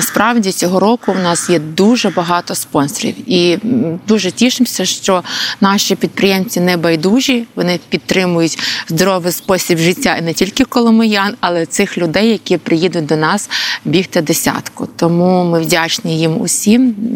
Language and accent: Ukrainian; Kolomyia, Ivano-Frankivsk Oblast, Ukraine; Я закликаю коломиян бути небайдужими і цього дня вийти на вулиці нашого рідного міста.